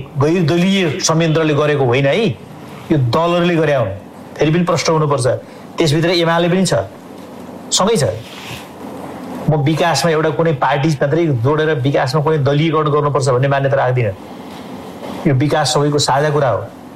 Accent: Bagmati, Nepal; moved away; म रामेछापको मान्छे हो, मैले धेरै टेलिभिजनमा भनेको पनि छु, मेरो गाउँमा बाटो थिएन, दोलाल घाटमा आएर 2 दिन हिँडेर गाडी चढ्या हो, आज मेरो दैलासम्म पिच बाटो पुग्छ

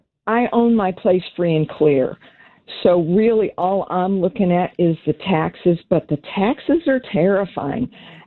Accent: Evanston, Illinois, United States; I was born in Evanston, and God willing, I'll die here, and God willing, no time soon.

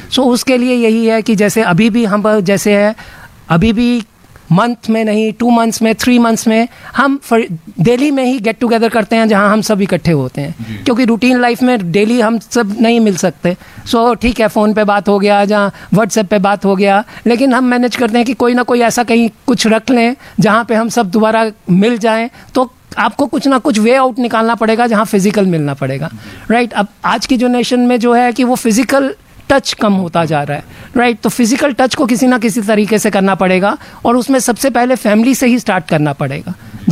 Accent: Jammu, Jammu and Kashmir, India; जैसे मैं जम्मू से हूँ तो हम जम्मू वापस गए.

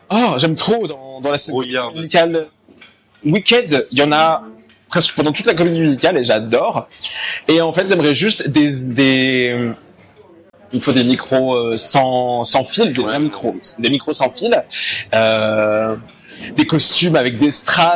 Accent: France; born there; je suis né en France. Je suis aussi dans mon pays

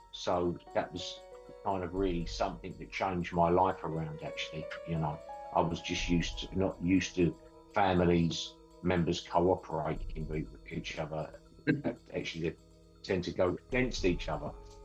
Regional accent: London, United Kingdom; I grew up in the East End of London. It's pretty tough.

